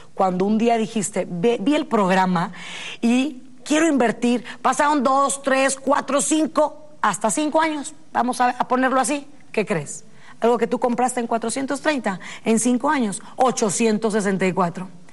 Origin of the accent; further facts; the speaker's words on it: Monterrey, Nuevo León, Mexico; Tú vives lejos como yo, que yo soy de Monterrey